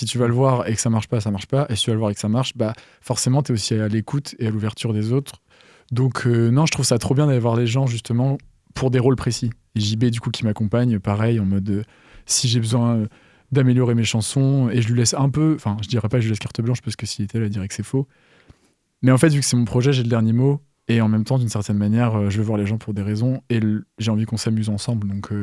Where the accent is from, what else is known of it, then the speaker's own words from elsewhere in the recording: Vannes, Brittany, France; now in Nantes, France; Né à Vannes.